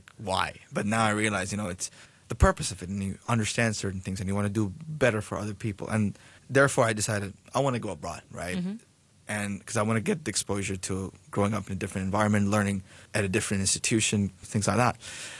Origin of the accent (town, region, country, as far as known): Bangladesh; moved away as an adult; now in Hong Kong